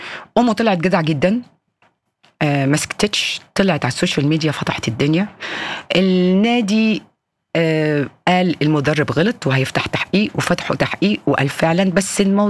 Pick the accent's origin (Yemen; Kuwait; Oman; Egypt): Egypt; now in Europe